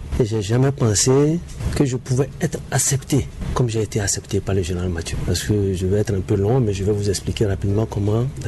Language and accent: French; Benin; moved away; Moi aussi, j'ai expliqué que je venais de Boycon. Je ne suis pas né à Cotonou